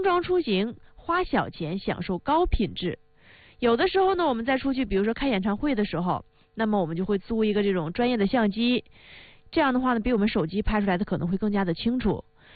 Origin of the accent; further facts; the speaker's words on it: Northeast China, China; accent: Northeastern dialect; 用我们东北话来说哈，不想大包小裹的。